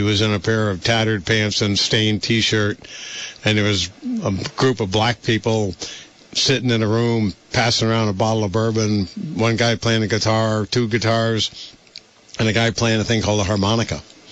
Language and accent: English; South Dorset, Vermont, United States; I grew up in South Dorset, Vermont, born in 1951.